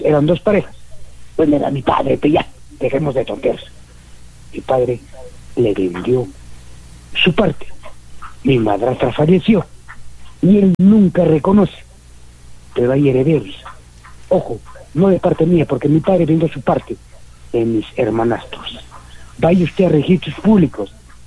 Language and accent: Spanish; Peru; born there; yo nací acá en Ampliación Pujarpata. Los del pueblo nos decían La Pampa, con 60 años.